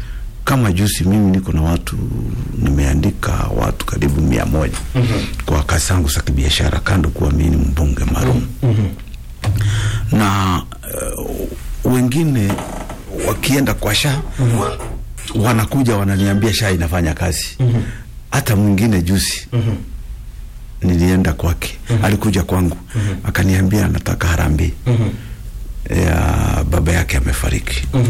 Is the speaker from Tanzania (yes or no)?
no; Rift Valley, Kenya; born there; now in Eldoret, Kenya; Kana na hiyo mimi ni mkaaji wa Eldoret wa Rift Valley na nimesaliwa upande wa Rift Valley.